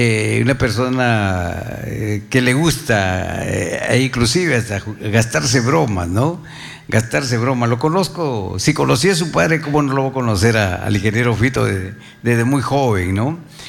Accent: Talara Province, Piura, Peru

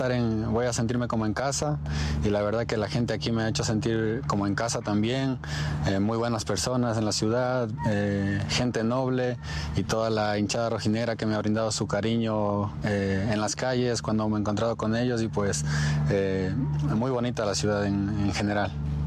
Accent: Ibarra, Imbabura, Ecuador; moved away as an adult; now in Arequipa, Peru; de donde vengo, de mi ciudad en Ecuador, se llama Ibarra, es la ciudad blanca también

